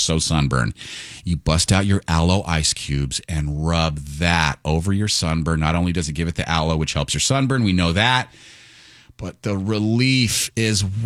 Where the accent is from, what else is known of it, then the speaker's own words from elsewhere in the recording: Escondido, California, United States; As a boy who used to take the bus to Oceanside Harbor and go to the beach with my friends, growing up in Escondido